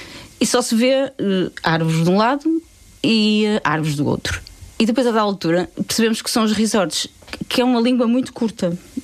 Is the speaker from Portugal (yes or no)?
yes; Portugal